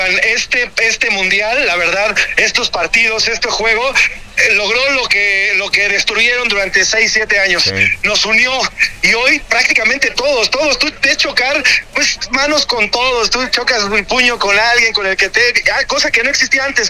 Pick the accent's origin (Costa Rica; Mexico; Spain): Mexico; aquí en la Ciudad de México